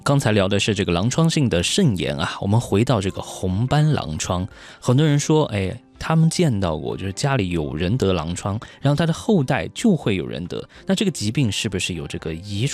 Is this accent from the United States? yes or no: no; Yunnan, China; 我们云南人说了一句话，我们云南是高原，